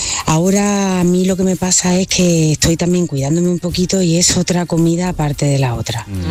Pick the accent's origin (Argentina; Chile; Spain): Spain; Seville, Andalusia